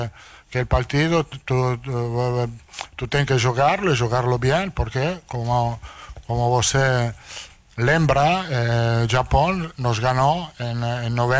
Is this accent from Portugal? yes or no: no; Italy; Portuguese is a second language